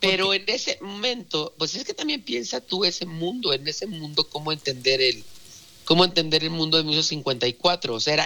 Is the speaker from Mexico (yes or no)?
yes; Mexico; cómo somos los mexicanos